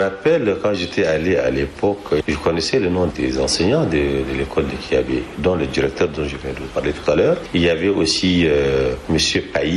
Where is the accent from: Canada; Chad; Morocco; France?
Chad; Sarh, Moyen-Chari; born there; also born or lived in Kyabé; je suis né à Assar au quartier Bornou, à l'hôpital de Assar, bien sûr. La concession numéro 28 qui est la concession de mon grand-père. Mais j'ai été conçu à Kiabé parce que mes parents vivaient à Kiabé.